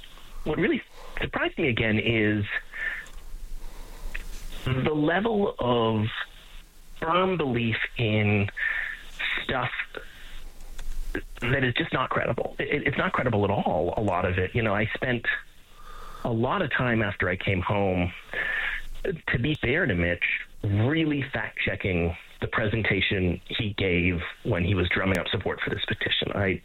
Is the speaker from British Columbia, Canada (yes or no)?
no; Calgary, Alberta, Canada; also born or lived in Edmonton; Yeah, so I'm from Alberta. I grew up in Calgary, born in Edmonton.